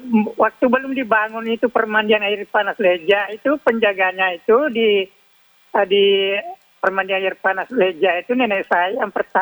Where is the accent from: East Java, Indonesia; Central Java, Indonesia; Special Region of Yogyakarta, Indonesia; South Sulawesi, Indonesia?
South Sulawesi, Indonesia; Soppeng; Jadi tempat kelahiran saya itu, Dentene di Sopeng, dekat dengan perbatasan Kabupaten Sidrap, Dendre Lapang.